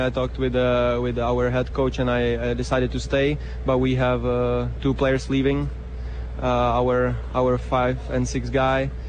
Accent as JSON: {"language": "English", "region": "Prague", "country": "Czechia", "said": "I'm from Prague. Czech."}